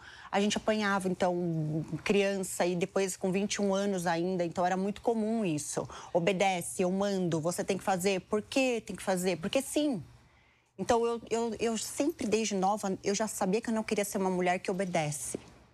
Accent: São Paulo, Brazil; born there; Sou nascida em São Paulo, 5 irmãos, nós somos em 5 filhos.

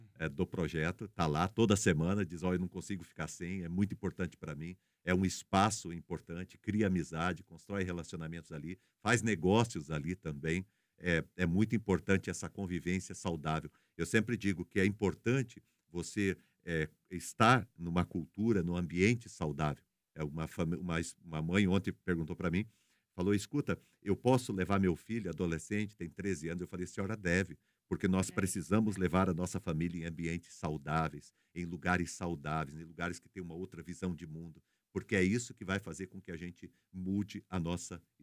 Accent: Brazil; Somos brasileiros

